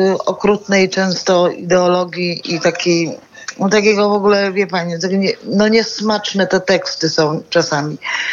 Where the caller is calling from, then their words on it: Łódź, Łódź Voivodeship, Poland; Dzwonię z Łodzi